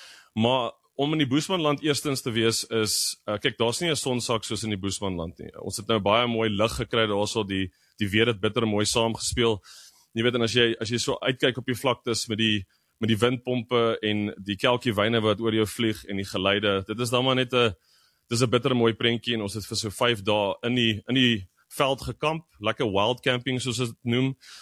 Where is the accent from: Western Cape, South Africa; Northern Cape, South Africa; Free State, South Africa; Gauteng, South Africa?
Free State, South Africa; kyk, ek is van die Vrystaat af, ek is uur van my huis af, so Virginia is seker so net so bo uur van hier af